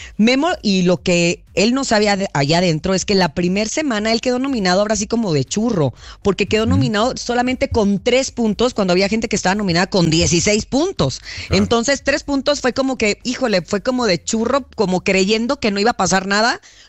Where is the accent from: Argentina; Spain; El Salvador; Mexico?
Mexico; Los Mochis, Sinaloa; Soy originaria de Los Mochis, Sinaloa, tierra de grandes, grandes peloteros.